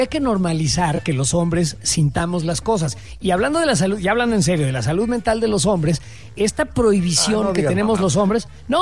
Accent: Mexico; Somos mexicanos y vamos como mexicanos a una cuestión que es, y no nos hagamos güey, es una sublimación de la guerra.

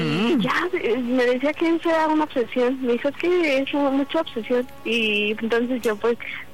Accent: State of Mexico, Mexico; Tengo 22 años y soy del Estado de México.

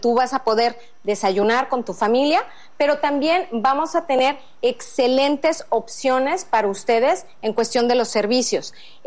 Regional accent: Mexico City, Mexico; now in Puerto Vallarta, Mexico; en este hermoso lugar, mi bahía, que es, pues ahora sí, mi lugar adoptivo. Yo soy originaria de Ciudad de México

